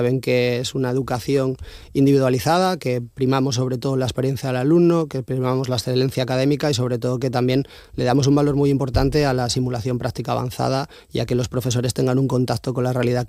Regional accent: Asturias, Spain; Hasta el 97% de nosotros somos asturianos, no solo el equipo docente, sino también todo el equipo administrativo que está alrededor.

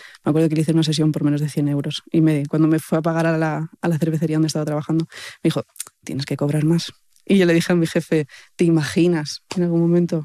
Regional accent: Pría, Asturias, Spain; Pues yo nací en Pría, en Llanes, en una aldea de toda la vida. Estudié en Ribesella con Pablo Casanueva, que me sacó un par de años.

